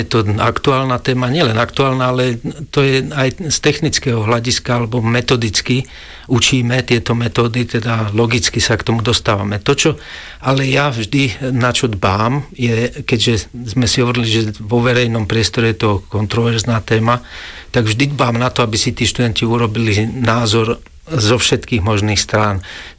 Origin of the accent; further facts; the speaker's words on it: Betliar, Košice Region, Slovakia; Na Gemeri. Gemerská poloma, to je Betlia Rožňava.